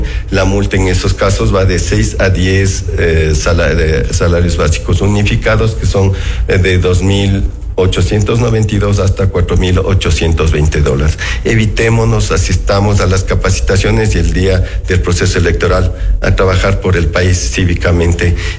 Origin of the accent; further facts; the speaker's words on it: Ecuador; el deber cívico que tenemos que hacer como ecuatorianos